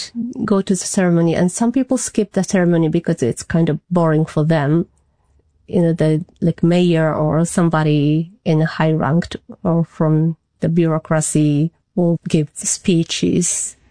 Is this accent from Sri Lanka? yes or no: no; Japan; Since this is my home country and I have lived here for almost entire my life, it's a special country